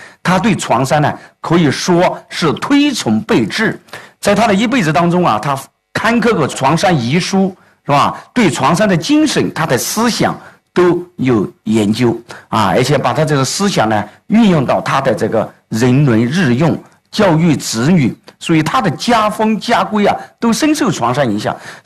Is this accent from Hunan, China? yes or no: yes; Hunan, China; 我们湖南这个地方尤其重视教育，是吧？为什么？土地贫瘠啊，三面环山啊